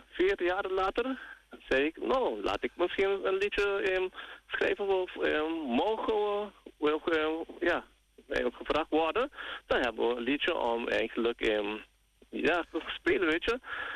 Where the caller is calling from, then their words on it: Aruba; 1 week, dan gaan we terug naar Aruba.